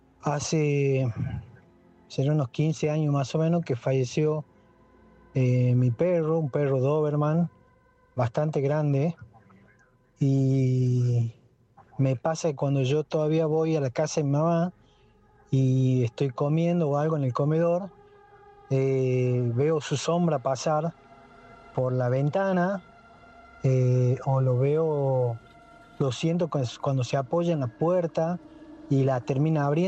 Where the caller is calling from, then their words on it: Tucumán, Argentina; de Tucumán.